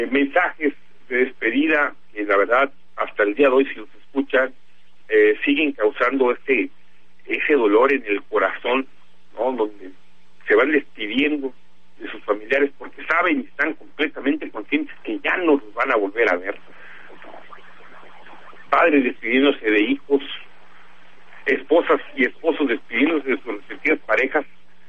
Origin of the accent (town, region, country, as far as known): Mexico